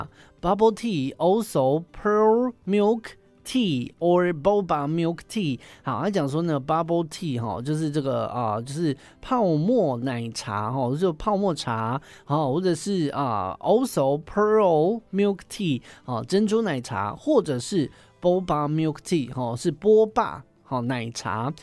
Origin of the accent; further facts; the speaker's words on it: Taichung, Taiwan; 好，这个就是爱讲到台中啊，就是温岛啦，我的家乡。